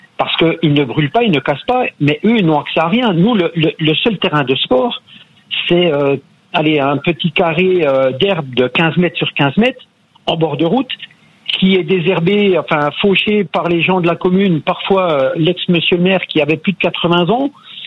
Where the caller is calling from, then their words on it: Bourgogne-Franche-Comté, France; moi j'habite le petit village de Courcelles-lès-Quinger, donc on est à 25 km de Besançon.